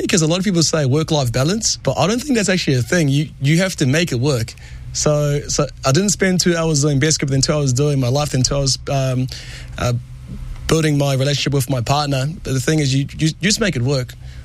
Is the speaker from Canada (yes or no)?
no; Auckland, New Zealand; Like I'm from South Auckland and I built this for my garage